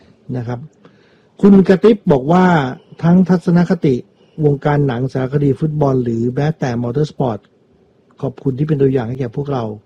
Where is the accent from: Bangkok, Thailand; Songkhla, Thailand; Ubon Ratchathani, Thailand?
Bangkok, Thailand; เอาตรงๆผมไม่รู้จริงผมเด็กกรุงเทพนะ